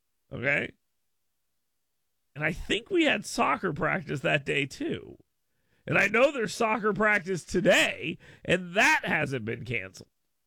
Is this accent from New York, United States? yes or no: no; Florida, United States; moved away; I grew up in Florida, right?